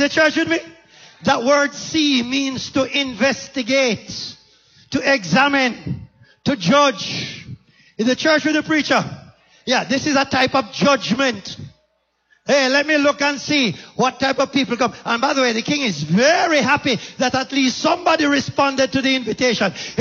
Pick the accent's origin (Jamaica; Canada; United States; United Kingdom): Jamaica; I come from Jamaica